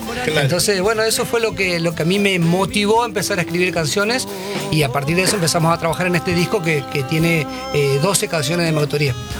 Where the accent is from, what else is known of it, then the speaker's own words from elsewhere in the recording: Chaco, Argentina; yo como soy chaqueño tengo mucha influencia de la música litoral